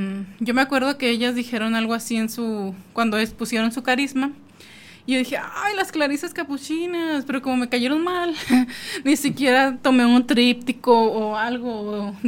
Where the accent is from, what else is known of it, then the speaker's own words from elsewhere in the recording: Ciudad Juárez, Chihuahua, Mexico; Sí, soy de aquí de Juárez.